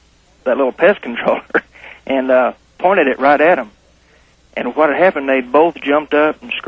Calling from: Fort Smith, Arkansas, United States; I'm calling from Fort Smith, Arkansas.

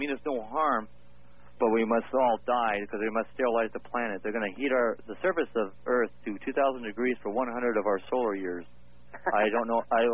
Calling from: Portland, Oregon, United States; from Portland, Oregon

